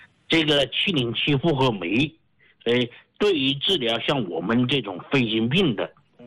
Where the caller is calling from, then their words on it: Chongqing, China; 哎，我是重庆的一个人呢。